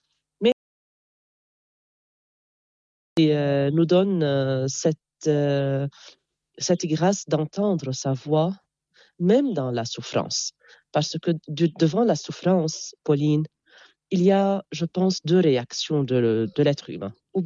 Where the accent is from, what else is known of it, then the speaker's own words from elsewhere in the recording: Jounieh, Keserwan-Jbeil, Lebanon; Et puisque je suis de Jounieh, vous voyez, l'élève, ou bien dépend de son environnement. À Jounieh, il y a la plage, il y a la mer. Donc, je pense que les vagues, quand je méditais, les vagues dès mon enfance